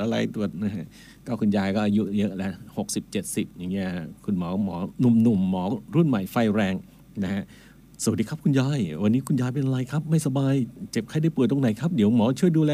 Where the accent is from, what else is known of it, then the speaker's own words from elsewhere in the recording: Isan, Thailand; ผมเป็นคนอีสานเนาะ